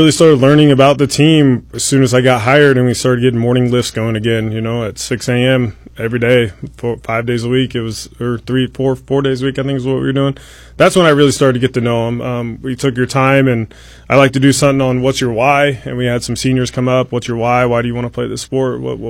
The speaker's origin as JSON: {"language": "English", "town": "Auburn", "region": "Illinois", "country": "United States", "said": "from Auburn"}